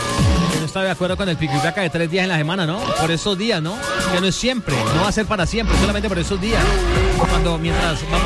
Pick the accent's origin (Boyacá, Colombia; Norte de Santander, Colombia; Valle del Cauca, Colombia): Valle del Cauca, Colombia; Cali; porque así somos los caleños, así somos los vallecaucanos, así somos los colombianos.